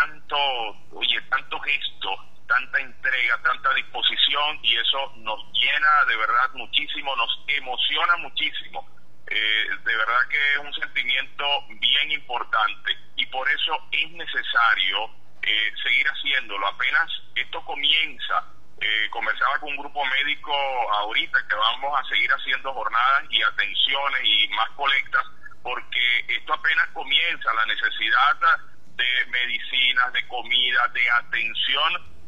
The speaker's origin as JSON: {"language": "Spanish", "country": "Venezuela", "said": "aquí dispuesto a seguir haciendo lo que nos toca como ciudadanos, como venezolanos"}